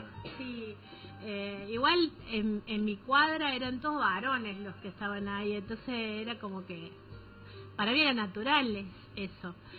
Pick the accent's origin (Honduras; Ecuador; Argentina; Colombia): Argentina; Cruz del Eje, Córdoba; yo mi infancia y adolescencia la viví en el populoso barrio Santa Rosa de la ciudad de Cruz del Eje.